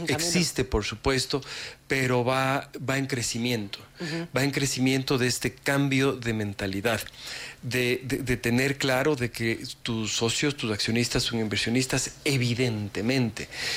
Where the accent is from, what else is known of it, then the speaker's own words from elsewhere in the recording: Ecuador; a todos como ecuatorianos